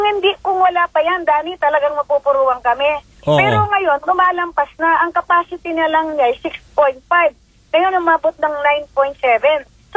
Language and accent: Tagalog; Central Luzon, Philippines; Ang probinsya ko lang ang sinasabi ko, sigilan na yung flood control.